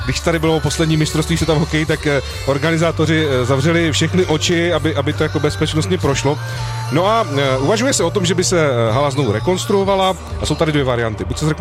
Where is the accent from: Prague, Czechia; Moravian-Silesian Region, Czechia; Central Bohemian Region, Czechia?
Moravian-Silesian Region, Czechia; Ostrava; nás tady Ostravany zajímá